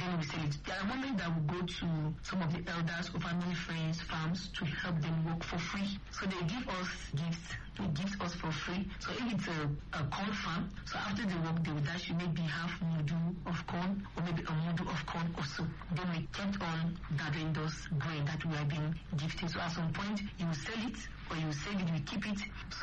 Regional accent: Damakasua, Kaduna State, Nigeria; So I grew up in Damakasua, Southern Kaduna.

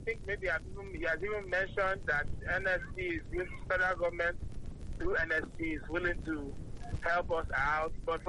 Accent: Enugu, Enugu State, Nigeria; Yes, I'm from Enugu.

